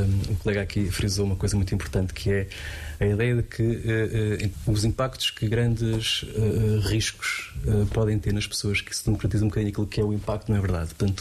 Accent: Portugal

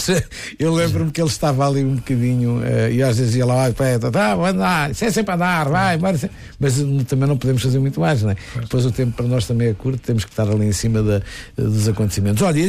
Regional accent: Seda, Portalegre, Portugal; eu sou de Seda, mas no concelho de Alter do Chão, eu costumo dizer na terra mais fina de Portugal

